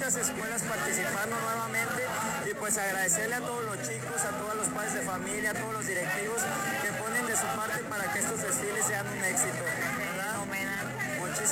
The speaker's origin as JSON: {"language": "Spanish", "country": "Mexico", "said": "somos mexicanos de corazón"}